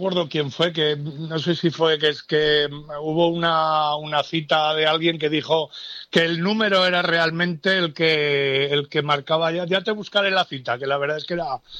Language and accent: Spanish; Zaragoza, Aragon, Spain; soy de Zaragoza. 10 años tenía yo cuando ocurrió el atentado de la Casa Cuartel de aquí de Zaragoza.